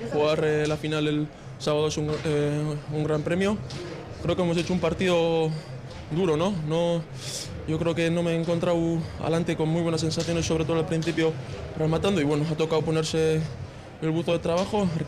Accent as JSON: {"language": "Spanish", "town": "Mondragón", "region": "Basque Country", "country": "Spain", "said": "Soy de Mondragón, que es de Guipúzcoa, pero bueno, está casi pegado aquí."}